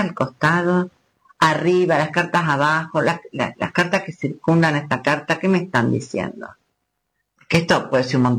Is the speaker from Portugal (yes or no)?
no; Argentina; así somos los argentinos